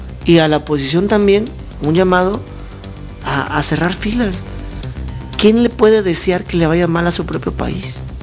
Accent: Mexico; Todos somos mexicanos, compartimos raíces, historia, identidad, valores.

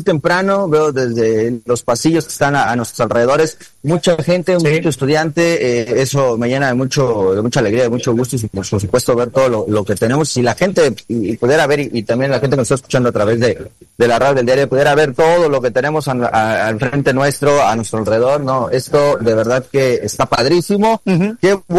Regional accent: Chiapas, Mexico; no hay horario como buen chiapaneco para arrancar

